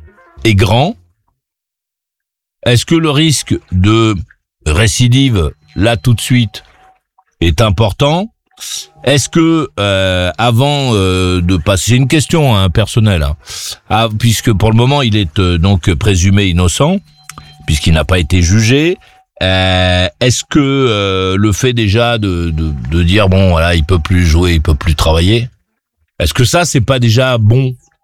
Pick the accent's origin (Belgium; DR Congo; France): France